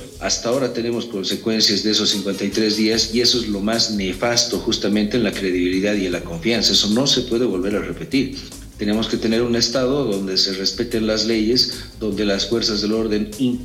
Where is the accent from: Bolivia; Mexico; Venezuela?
Bolivia